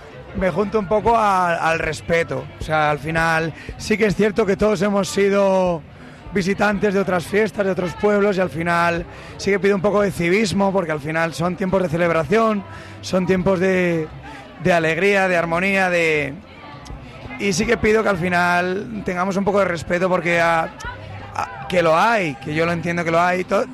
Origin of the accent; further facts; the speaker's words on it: Roa, Castile and León, Spain; este es mi pueblo, es mi casa, es mi iglesia